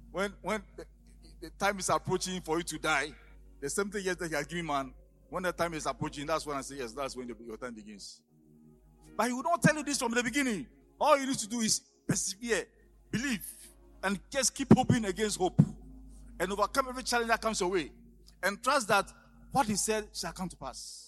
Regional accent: Etibi, Ghana; were bringing me from my hometown, Etibi, to Accra.

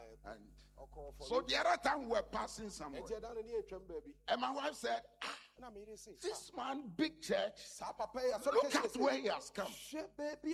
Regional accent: Ghana; Me, I'm from Ghana. I brought him here.

